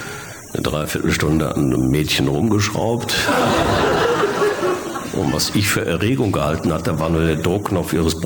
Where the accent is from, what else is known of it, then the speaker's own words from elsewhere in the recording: North Rhine-Westphalia, Germany; Jetzt komme ich aus dem Ruhrgebiet und wir bei uns zu Hause, das werden Sie nicht kennen, wir sind sogenannte Wirkungstrinker.